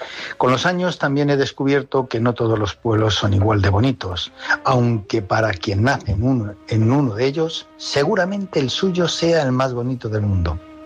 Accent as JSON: {"language": "Spanish", "town": "Madrid", "region": "Community of Madrid", "country": "Spain", "tie": "born there", "said": "Yo nunca he tenido un pueblo. Nací en Madrid, mis padres también, y nunca tuvimos ese lugar al que volver en vacaciones."}